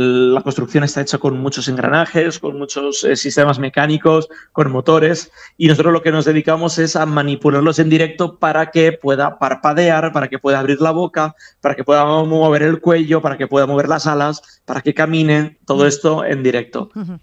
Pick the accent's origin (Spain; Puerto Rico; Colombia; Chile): Spain; Villarreal, Valencian Community; Nosotros somos de Villarreal, hemos estado en varias ediciones con otros espectáculos